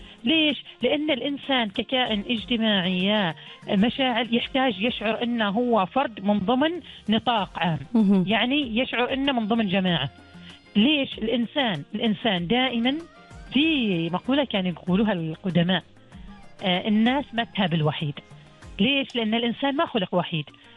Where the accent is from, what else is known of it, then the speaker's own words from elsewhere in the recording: Oman; إحنا كمجتمع عماني